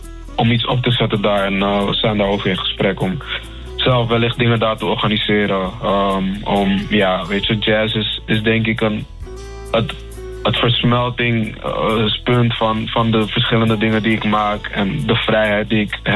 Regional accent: Netherlands; ik ben in Nederland opgegroeid, ook hier geboren, maar ik ga heel vaak terug naar Ghana en heb sterke roots daar.

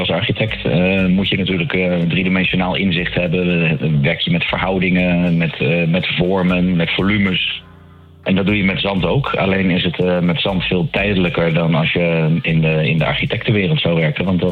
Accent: The Hague, South Holland, Netherlands; Jazeker, ik ben in Den Haag opgegroeid, nabij Scheveningen, en was daar vaak op strand te vinden.

